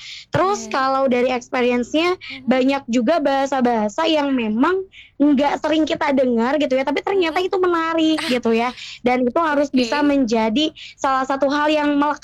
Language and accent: Indonesian; Bandung, West Java, Indonesia; born there; Kalau lahir sih Bandung ya Kak Gina, okay. Tapi kalau keluarga asli Jawa Tengah nih.